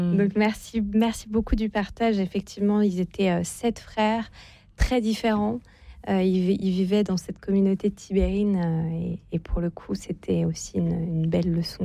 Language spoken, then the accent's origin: French; Auvergne-Rhône-Alpes, France; Ben moi, je viens de Savoie en plus, donc ça nous fait un point commun.